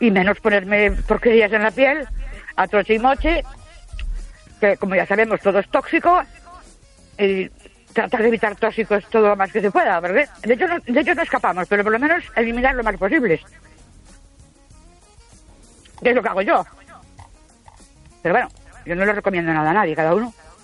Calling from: Ourense, Galicia, Spain; de Ourense.

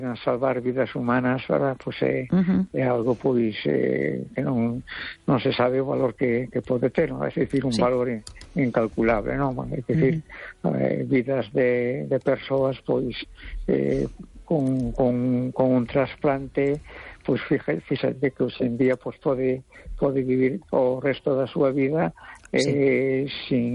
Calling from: A Coruña, Galicia, Spain; de La Coruña.

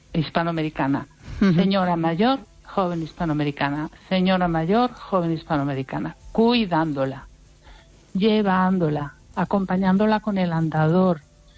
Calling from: Lugo, Galicia, Spain

